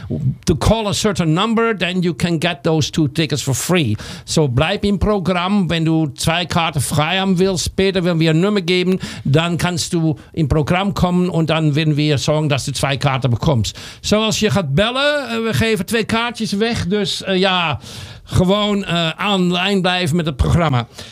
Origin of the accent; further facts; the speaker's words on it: Amsterdam, North Holland, Netherlands; Mein Name ist … Ich komme aus Amsterdam.